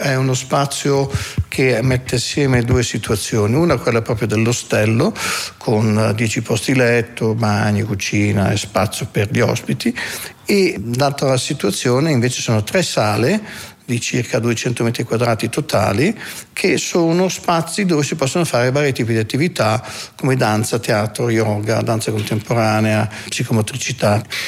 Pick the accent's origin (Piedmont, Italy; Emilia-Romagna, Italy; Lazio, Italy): Emilia-Romagna, Italy; Piacenza; io sono di Piacenza